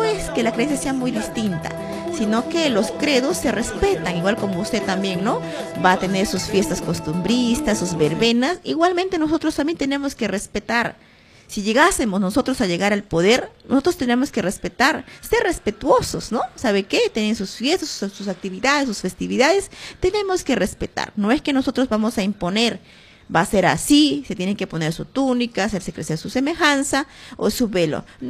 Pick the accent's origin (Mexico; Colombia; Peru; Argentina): Peru; Pichanaki, Junín; born there; porque también soy madre, soy mujer, y quiero luchar con esa fuerza por mi pueblo, por mi Junín, por mi Pichanaki querido, quien me vio nacer.